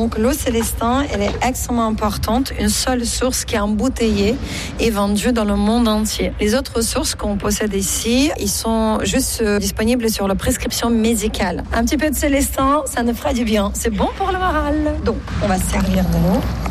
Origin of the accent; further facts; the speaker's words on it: Vichy, Auvergne-Rhône-Alpes, France; C'est autorisé et il faut le faire parce que chez nous, à Vichy, c'est gratuit.